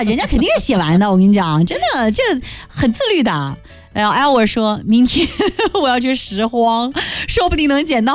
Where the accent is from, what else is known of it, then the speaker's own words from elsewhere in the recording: Fuzhou, Fujian, China; 我们福州人其实很多地方都没有去过的